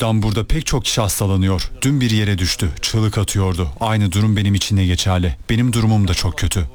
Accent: Canada; moved away; memleketim Kanada'da klimamız var.

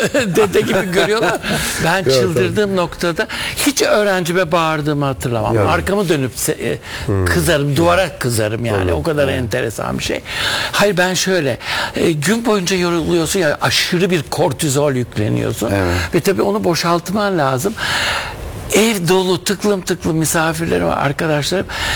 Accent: Istanbul, Turkey; İstanbul'da doğdum büyüdüm. Evet. Levent ve Beylerbeyi arasında ve Mecidiyeköy.

